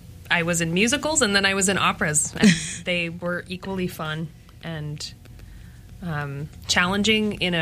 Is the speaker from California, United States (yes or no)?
no; Bennington, Vermont, United States; I'm originally from Vermont.